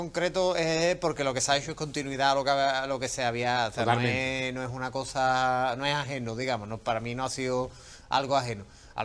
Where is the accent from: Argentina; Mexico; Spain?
Spain; Cádiz, Andalusia; born there; Yo nací en Cádiz, mira la cara que tengo.